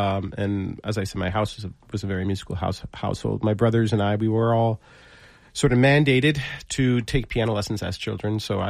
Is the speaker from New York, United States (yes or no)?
yes; Syracuse, New York, United States; now in Catskills, United States; I grew up outside Syracuse, New York.